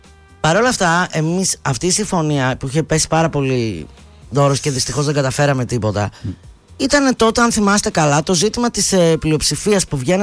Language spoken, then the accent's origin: Greek; Greece; Επειδή είμαι Ελληνίδα.